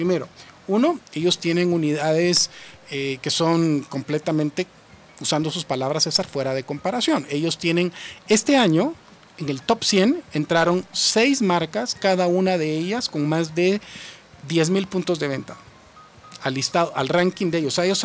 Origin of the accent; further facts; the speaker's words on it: Guatemala; nosotros como guatemaltecos